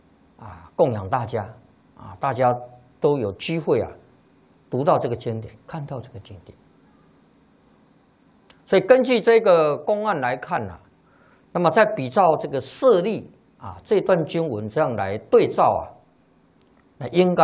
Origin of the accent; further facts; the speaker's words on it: China; 那么我们中国人呢、啊，才有因缘啊，看到《楞严经》